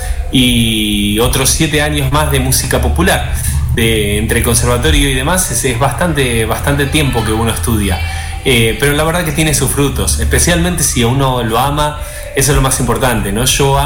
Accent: Mar del Plata, Buenos Aires Province, Argentina; Soy marplatense, exactamente.

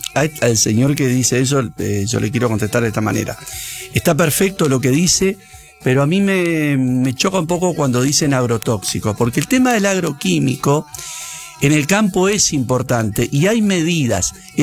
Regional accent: Uruguay; born there; moved away; todos saben que yo nací en Uruguay.

